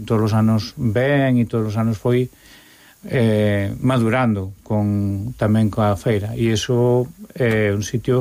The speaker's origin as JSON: {"language": "Galician", "town": "Santiago de Compostela", "region": "Galicia", "country": "Spain", "said": "eu son de Santiago e teño que comer fora"}